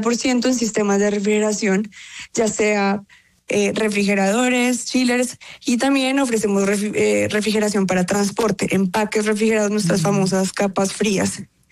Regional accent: Colombia; Nosotros como Nanofreez, como colombianos, decidimos participar en la única categoría global

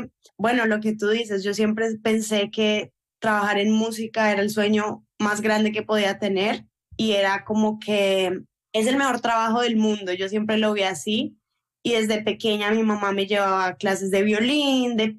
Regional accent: Colombia; moved away as an adult; also born or lived in Florida; Pero bueno, yo me fui de Colombia... Mi mamá me apoyó mucho

